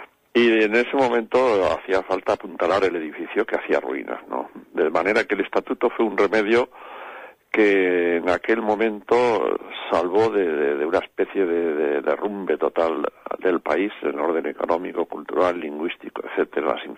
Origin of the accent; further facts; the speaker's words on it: Pamplona, Navarre, Spain; born there; Sí, en La Rochapea, efectivamente, en la calle Joaquín Meduza.